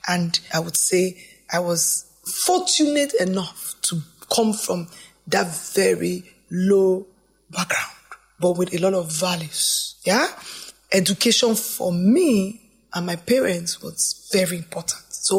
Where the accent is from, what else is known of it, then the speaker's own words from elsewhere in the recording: Ekpoma, Edo, Nigeria; moved away as an adult; also born or lived in Lagos; now in Dubai, United Arab Emirates; So that's Edo State. Precisely, I'm from Epoma, where you have the Ambrose Ali University. I schooled in the Ambrose Ali University, then I came to Lagos to do my NYC. So that's where I'm from, biologically.